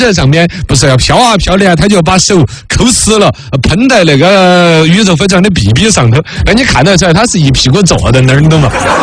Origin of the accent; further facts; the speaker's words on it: Chengdu, Sichuan, China; 我们成都人噻